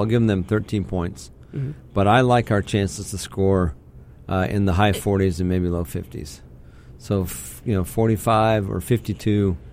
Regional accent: Dallas, Texas, United States; And look, I grew up in Dallas, Texas, so I love the old Cowboys with Roger Staubach and Tom Landry

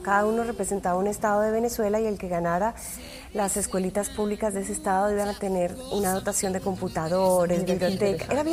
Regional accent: Colombia; now in United States; nosotros salimos de Colombia y nos vinimos para acá, para los Estados Unidos, y eso hizo como que nos fracturáramos.

